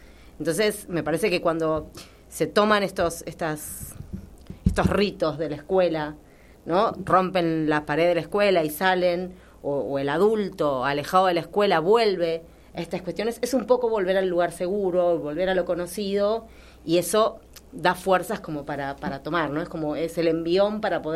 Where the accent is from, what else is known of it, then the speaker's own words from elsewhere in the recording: Argentina; nos hizo como más argentinos